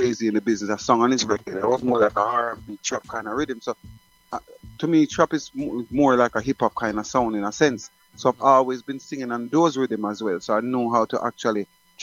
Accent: Stuartown, Jamaica; born there; moved away; also born or lived in Mountain View / New York; I grew up in a rural town called Stuartown.

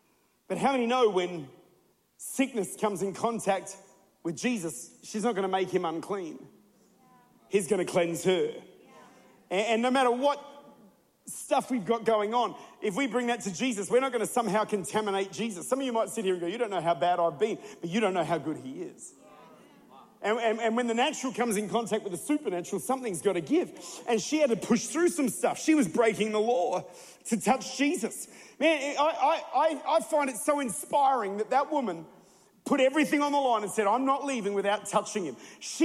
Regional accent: South Australia, Australia; I'm Australian, which basically means I was British

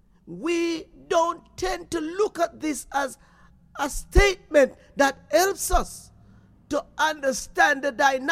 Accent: Jamaica; And sometimes, look, as a Jamaican, yes, there are days then we as parents, when our parents was growing up, and we as children, we would listen to the elders in our community.

